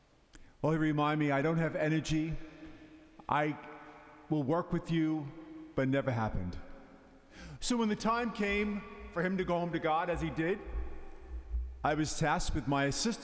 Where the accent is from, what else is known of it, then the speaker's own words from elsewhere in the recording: Ireland; me being Irish